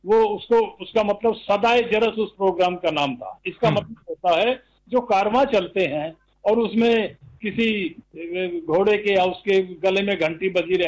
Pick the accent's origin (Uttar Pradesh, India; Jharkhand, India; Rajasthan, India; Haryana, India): Haryana, India; Harsinghpura; now in Hisar, India; मेरे गांव हरसिंहपुरा में, ये भी करनाल जिले में है